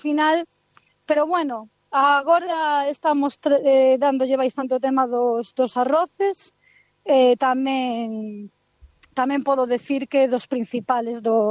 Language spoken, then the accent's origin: Galician; Galicia, Spain; ao final somos galegos e comemos como galegos.